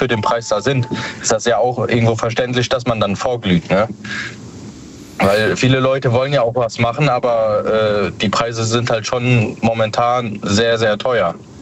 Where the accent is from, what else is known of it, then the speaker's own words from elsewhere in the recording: Koblenz, Rhineland-Palatinate, Germany; Ich komme aus Rheinland-Pfalz, Koblenz.